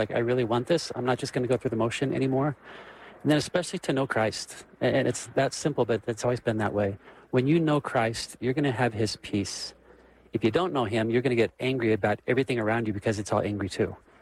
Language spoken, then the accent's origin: English; Nebraska, United States; moved away as an adult; now in Denver, United States; I've been in Denver just over 4 months. I've been in Colorado for 5 years, very different than my home state of Nebraska in many ways.